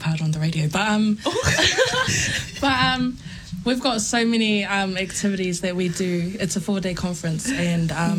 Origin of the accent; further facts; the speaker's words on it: Cook Islands; I come from three islands in the Cook Islands. I come from Mitiaro, Nukuroa, Mangaia, and Rarotonga.